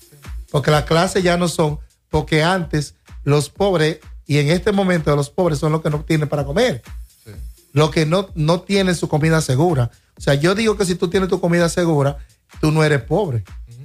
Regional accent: Dominican Republic; nosotros como dominicanos

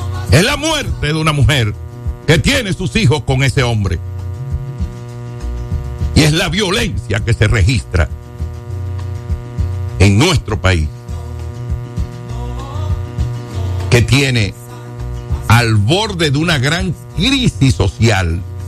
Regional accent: Dominican Republic; como somos los dominicanos

